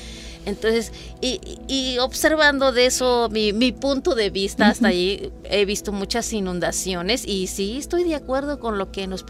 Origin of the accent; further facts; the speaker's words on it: Palmital, Veracruz, Mexico; Entonces, yo soy de Palmital, pertenece